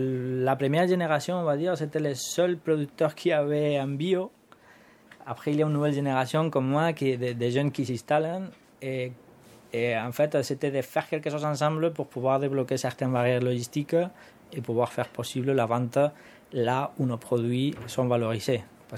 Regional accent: Mula, Region of Murcia, Spain; Voilà, je suis de Mula, Murcia, en Espagne.

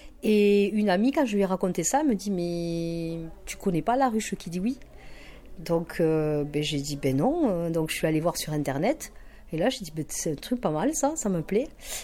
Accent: Occitanie, France; Moi, je viens du Tarn, un pays quand même où on mange très très bien, où je ne retrouvais pas ça ici, en Haute-Garonne.

